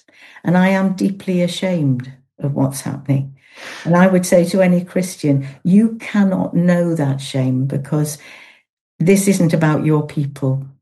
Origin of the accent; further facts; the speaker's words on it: Yorkshire and the Humber, United Kingdom; accent: Yorkshire; you'd know it was Yorkshire, wouldn't you, from my accent?